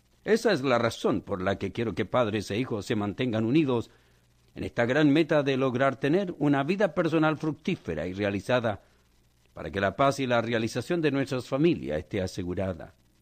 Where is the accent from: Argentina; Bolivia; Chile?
Chile; en mi país, en Santiago, la capital de Chile.